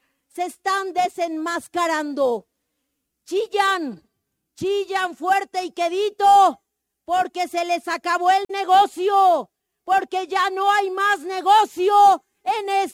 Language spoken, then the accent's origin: Spanish; State of Mexico, Mexico; Venimos del oriente del Valle de México, de donde se renueva el fuego cada 52 años, para decirle a nuestro movimiento que aquí estamos.